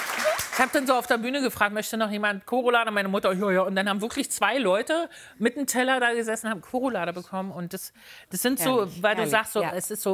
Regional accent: Berlin, Germany; Und ich komme aus Berlin.

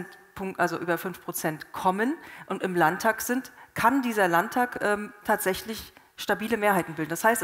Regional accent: Rostock, Mecklenburg-Vorpommern, Germany; Ich bin in Rostock aufgewachsen und zwar ursprünglich klassisch in der Platte, in Dirkow und dort auch die Wendejahre und diese Umbrüche miterlebt.

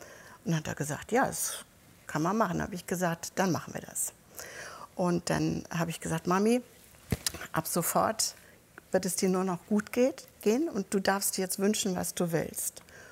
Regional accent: Northern Germany, Germany; Wir sind ja als Norddeutsche manchmal ein bisschen zurückhaltender.

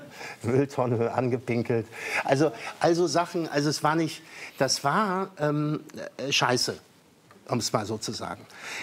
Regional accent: Bonn, North Rhine-Westphalia, Germany; born or raised there

